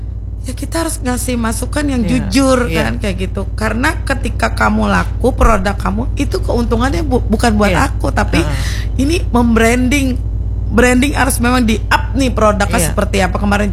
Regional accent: Banjar, South Kalimantan, Indonesia; Aku orang Banjar

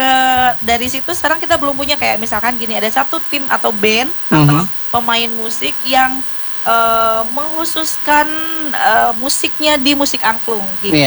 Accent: West Java, Indonesia; Kita orang Sunda punya nada sendiri namanya daminatila pilada.

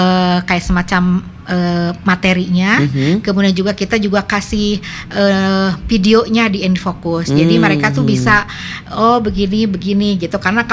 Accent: Bandung, West Java, Indonesia; saya juga orang Kota Bandung

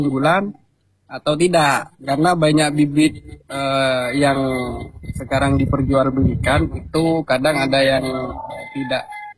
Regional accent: Indonesia; Asal saya dari Desa Torbang, Kecamatan Batuan.

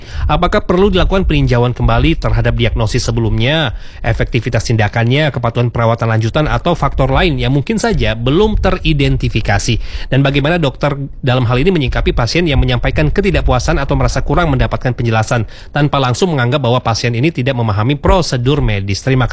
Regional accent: Palembang, South Sumatra, Indonesia; saya orang Palembang

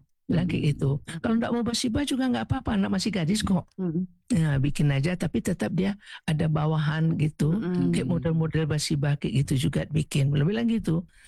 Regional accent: West Sumatra, Indonesia

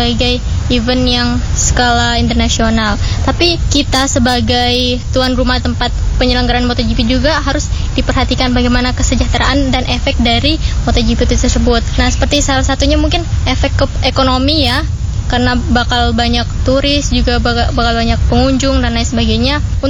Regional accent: West Nusa Tenggara, Indonesia; dari KSB, Kabupaten Sumba Barat.

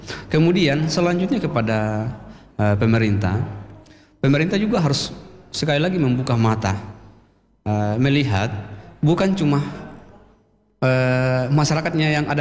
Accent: Mamasa, West Sulawesi, Indonesia; identitas kita sebagai orang Mamasa, orang Sulawesi Barat, dan bahkan orang Indonesia.

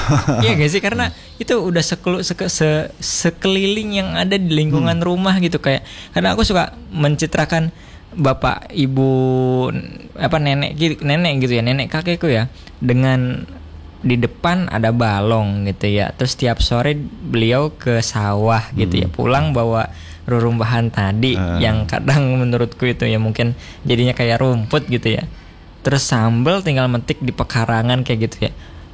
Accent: West Java, Indonesia; rumah panggung sekarang udah sulit ditemukan di daerahku, terutama ya daerah Lemasugi, Bantarujik

